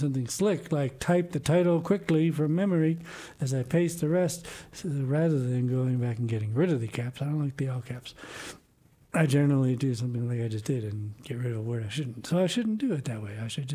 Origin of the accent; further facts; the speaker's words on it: Baltimore, Maryland, United States; And I'm from Baltimore